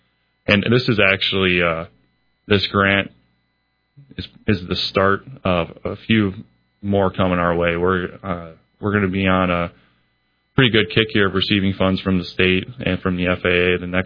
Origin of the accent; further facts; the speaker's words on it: Wixom, Michigan, United States; Yeah, actually, it's funny you say Milford. I'm from Wixom. So that's right next door.